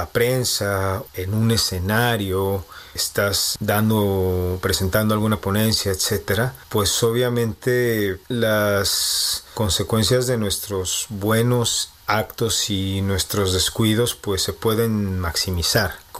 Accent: Tamaulipas, Mexico; now in Czechia; solamente de mi estado, sino de mi país, de México, de mi país natal. Y bueno, esto por dos motivos, ¿no? El primero es que en lo que mi limitado conocimiento me permite expresar, no somos muchos tamaulipecos radicando en Chequia.

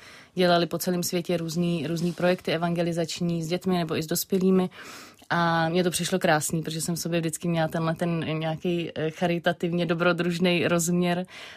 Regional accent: Prague, Czechia; jsem vyrostla v Praze, nějak nemám ani vlastně nějakou jako tradiční víru převzato od prarodičů nebo tak.

